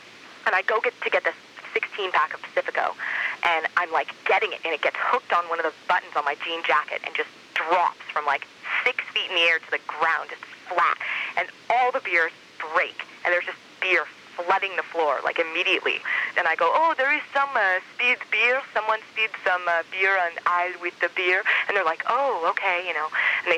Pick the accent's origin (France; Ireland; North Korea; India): France; now in United States; I'm like, I am from France. Why would I bring my driver's license in America?